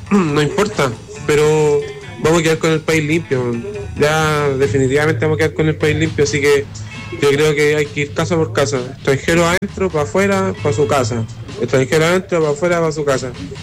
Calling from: Chile; Somos los chilenos, somos luchadores

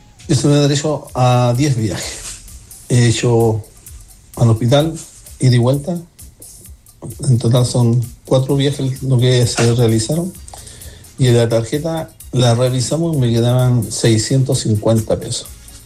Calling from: Antofagasta, Chile

